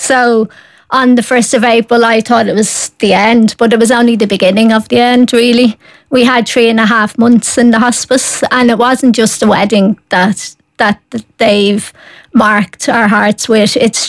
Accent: Wicklow, Leinster, Ireland; In Wicklow. Mm. So we're originally from Wicklow.

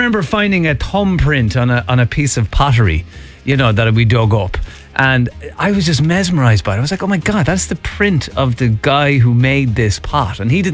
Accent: Ireland; So as Irish people, we just want to see inside your gaff.

